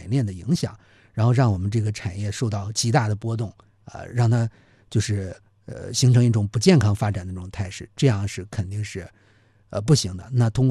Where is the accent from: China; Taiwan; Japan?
China